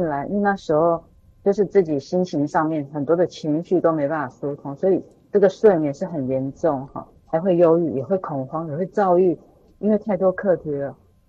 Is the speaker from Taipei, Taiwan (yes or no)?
yes; Taipei, Taiwan; 全球辅导你家的听众朋友们大家好，